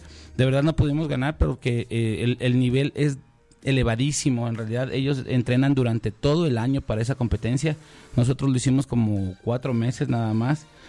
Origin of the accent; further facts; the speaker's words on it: Ecuador; nosotros somos ecuatorianos.